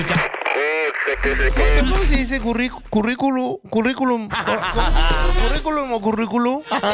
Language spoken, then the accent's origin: Spanish; Valdivia, Los Ríos, Chile; Yo soy de Valdivia, le conté.